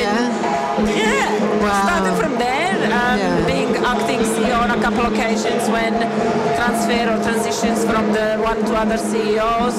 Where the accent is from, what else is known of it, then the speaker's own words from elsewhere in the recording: Bosnia & Herzegovina; moved away as an adult; Like I came from Bosnia during the Civil War, back 24, 5 years ago.